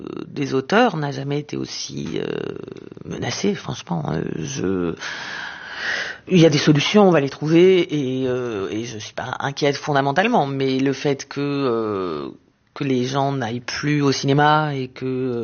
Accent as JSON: {"language": "French", "country": "Israel", "tie": "born or raised there", "moved": "yes", "said": "Quand j'étais petite en Israël, on écoutait beaucoup"}